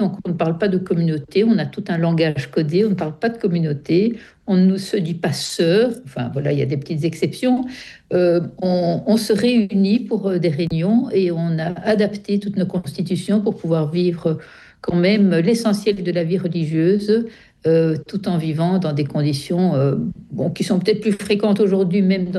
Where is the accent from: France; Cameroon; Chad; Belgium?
Belgium; Brussels; Je suis de Bruxelles.